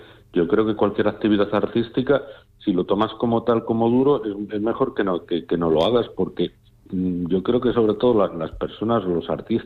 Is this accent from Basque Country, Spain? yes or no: no; Zamora, Castile and León, Spain; also born or lived in Peñaranda de Bracamonte, Salamanca; now in Coimbra, Portugal; Yo obviamente me identifico con lo que tú me estás diciendo, de Peñaranda, Zamora, ahora Coimbra, pero... como yo digo, yo no soy ni español ni portugués, soy ibérico, en plan de broma, europeo.